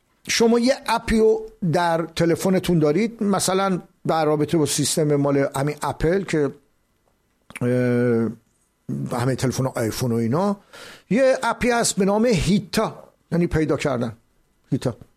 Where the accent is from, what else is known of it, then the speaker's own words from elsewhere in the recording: Iran; وقتی گفته کجایی هستی گفتم ایرانی